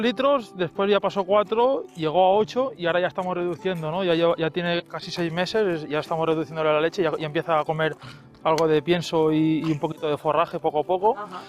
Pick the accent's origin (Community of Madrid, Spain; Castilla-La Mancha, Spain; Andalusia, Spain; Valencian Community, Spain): Valencian Community, Spain; Bocairent; Nosotros somos de Bocairen, vivimos en Bocairen toda la familia.